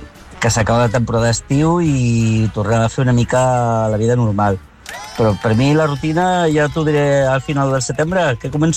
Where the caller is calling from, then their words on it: Lloret de Mar, Catalonia, Spain; Molt bon dia des de Lloret de Mar.